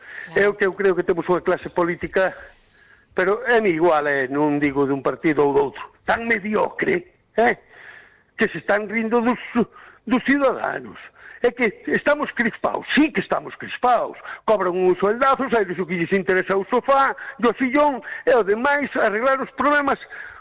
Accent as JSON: {"language": "Galician", "town": "Lugo", "region": "Galicia", "country": "Spain", "said": "pero quen pagamos as consecuencias somos os lucenses."}